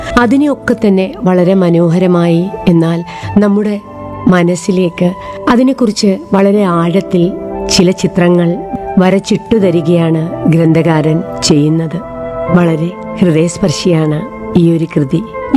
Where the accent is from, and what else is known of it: Kollam, Kerala, India